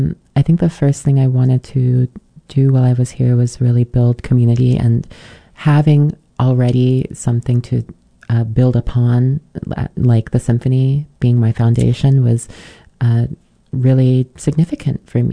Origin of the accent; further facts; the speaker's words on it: New York, United States; moved away; I'm originally from the New York area.